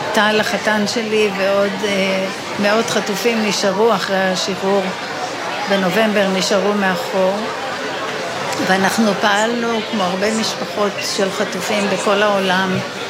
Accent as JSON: {"language": "Hebrew", "town": "Be'eri", "region": "Southern District", "country": "Israel", "tie": "born there", "said": "נולדתי להורים שהם מייסדי בערי"}